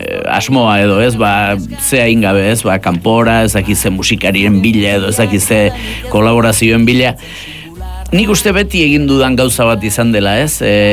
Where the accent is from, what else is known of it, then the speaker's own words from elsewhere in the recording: Errenteria, Basque Country, Spain; born there; ni Santa Clara kalean sortu nintzen Errenterian